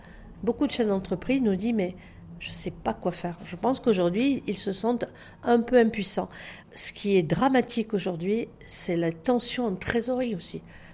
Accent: France; chez nous en France

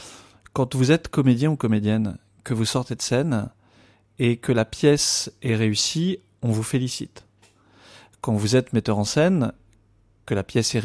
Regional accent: Pays de la Loire, France; Je voulais revenir chez moi en Vendée après être parti en école nationale quand j'avais 18 ans. J'ai aujourd'hui 46 ans, bientôt 47.

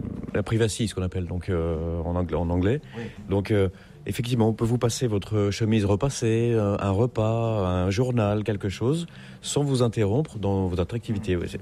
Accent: Nouvelle-Aquitaine, France; On fait du vin qu'on distille, donc ça s'appelle le cognac, évidemment. Donc, puis on n'est pas loin de Bordeaux, donc c'est une région riche en vin et spiritueux, quoi.

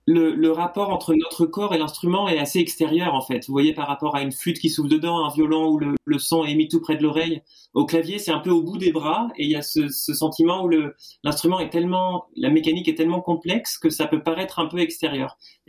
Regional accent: Angers, Pays de la Loire, France; J'étais dans la maîtrise de mon conservatoire à Angers, là où j'ai grandi

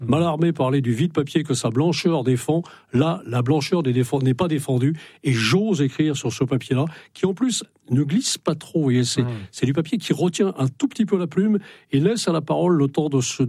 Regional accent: Brittany, France; je ne suis pas breton de cœur, je suis breton.

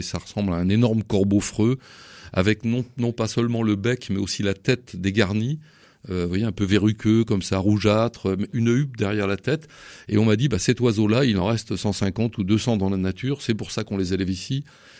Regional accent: Occitanie, France; on est originaire de l'Aveyron

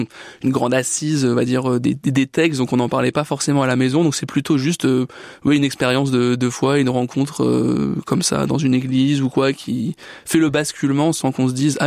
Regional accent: Paris, Île-de-France, France; moved away as an adult; now in Orléans, France; moi je suis un Parisien pur jus. Je suis né à Paris et j'y ai passé quasiment toute ma vie, justement avant de venir à Orléans.

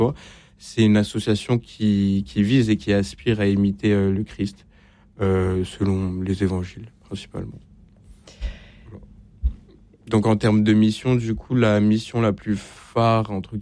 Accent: Montpellier, Occitanie, France; parce que de base, je viens de Montpellier.

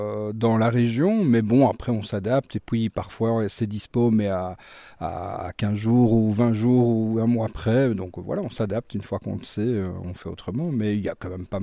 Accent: Brussels, Brussels-Capital Region, Belgium; moved away as an adult; now in Sancerre, France; nous venons de Belgique, hein, de Bruxelles, donc on est installé ici dans la région depuis début de l'année.

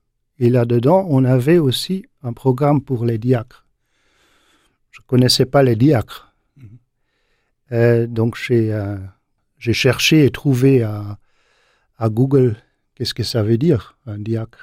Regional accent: Lokeren, Flanders, Belgium; Je suis grandi en Flandre orientale, pas loin de Gand, c'est-à-dire 20-25 kilomètres de Gand, à une ville qui s'appelle Lokeren.

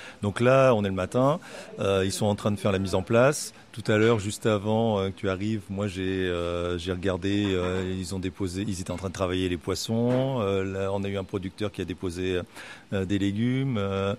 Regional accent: Rennes, Brittany, France; moi, je suis né ici. Et puis, j'y ai passé toute mon enfance et mon adolescence. J'ai fait toutes mes études à la fac, à Rennes 2, en histoire.

